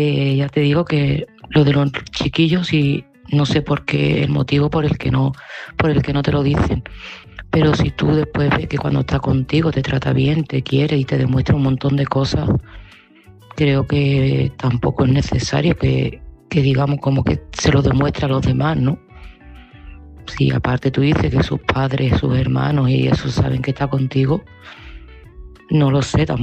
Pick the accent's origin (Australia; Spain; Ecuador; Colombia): Spain; Seville, Andalusia